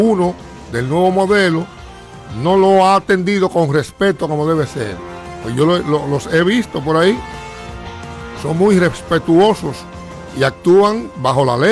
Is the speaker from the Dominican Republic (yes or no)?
yes; Dominican Republic